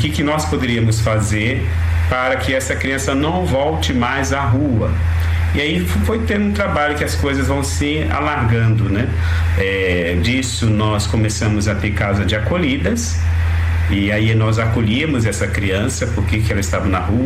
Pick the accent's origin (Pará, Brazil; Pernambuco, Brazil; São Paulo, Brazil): São Paulo, Brazil; Eu disse que eu sou de São Paulo, tem hora que eu falo o sinal, o semáforo, né?